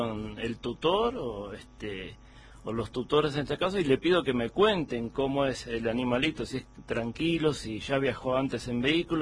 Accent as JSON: {"language": "Spanish", "region": "Buenos Aires", "country": "Argentina", "moved": "as an adult", "lives_now": "Jujuy, Argentina", "said": "nosotros originalmente venimos de la ciudad de Buenos Aires, de Cava."}